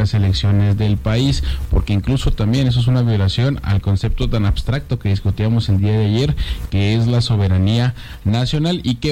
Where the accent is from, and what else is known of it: Mexico